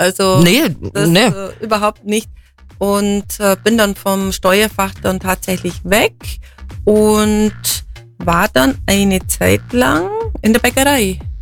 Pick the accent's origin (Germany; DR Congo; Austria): Germany; Unteregg, Bavaria; Ich bin auf dem Dorf aufgewachsen, Untereck bei Dillewang.